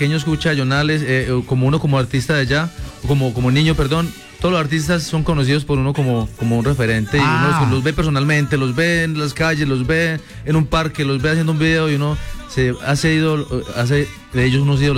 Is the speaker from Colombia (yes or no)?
yes; Eje Cafetero, Colombia; En mi tierra, el Eje Cafetero, es la cuna de la música popular.